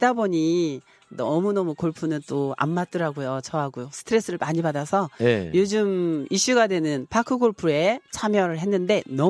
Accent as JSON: {"language": "Korean", "country": "South Korea", "tie": "born there", "said": "고슴도치를 닮은 이도에서 태어났는데요."}